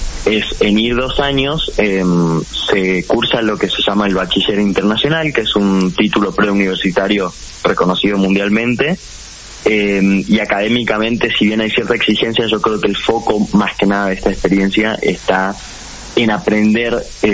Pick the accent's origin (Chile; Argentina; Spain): Argentina; Salta; soy de acá de Salta.